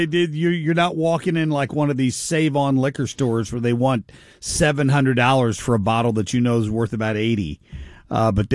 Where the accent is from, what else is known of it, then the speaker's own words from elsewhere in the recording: Ohio, United States; moved away; I grew up in Ohio